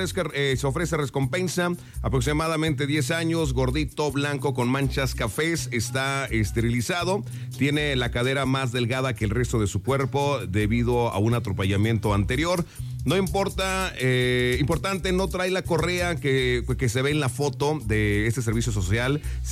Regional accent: Mexico

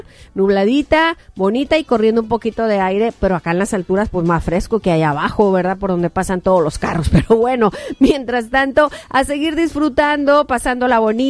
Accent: Sinaloa, Mexico

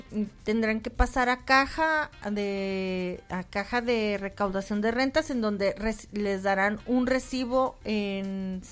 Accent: Mexico

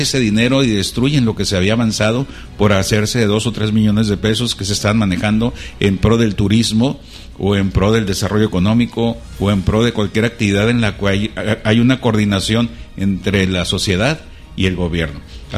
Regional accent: Culiacán, Sinaloa, Mexico

